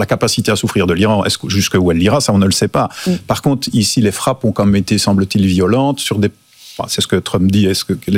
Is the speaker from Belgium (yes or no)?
yes; Belgium; now in France; moi, en tant que Belge, je suis très heureux. Je suis très heureux en France.